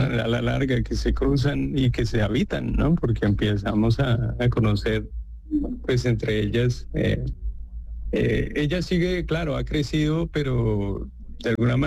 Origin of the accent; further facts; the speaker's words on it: Bogotá, Colombia; Yo soy bogotano, sí.